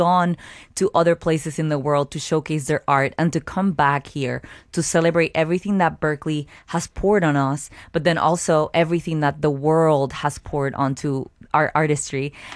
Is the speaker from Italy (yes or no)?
no; Caguas, Puerto Rico; my hometown, Caguas, Puerto Rico